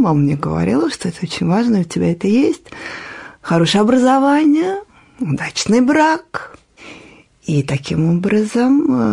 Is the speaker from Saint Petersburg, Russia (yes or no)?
no; Moscow, Russia; moved away; also born or lived in Spain; Я родилась в Москве. В семье университетских работников, преподавателей.